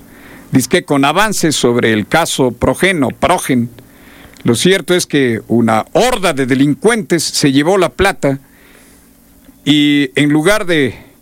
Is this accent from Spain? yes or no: no; Ecuador; en esta mi tierra linda, el Ecuador.